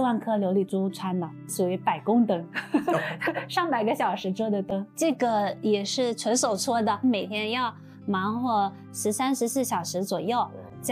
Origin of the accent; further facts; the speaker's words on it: Wenzhou, Zhejiang, China; 我的老家温州廖发墓是一个国家级非遗